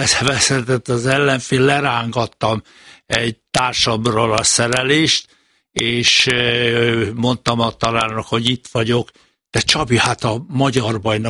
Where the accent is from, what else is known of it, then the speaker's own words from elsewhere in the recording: Szombathely, Vas, Hungary; also born or lived in Sárvár; Hát én Vas megyei vagyok, majdnem 80 éve születtem Sárváron, és 9 éves koromtól Szombathelyen éltem 18 éves koromig.